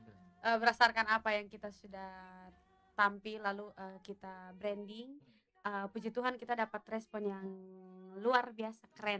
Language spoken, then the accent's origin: Indonesian; East Nusa Tenggara, Indonesia; beta orang Timor sejati.